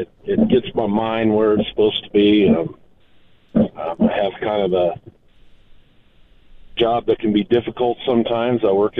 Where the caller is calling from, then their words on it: Rushville, Nebraska, United States; from Rushville, Nebraska.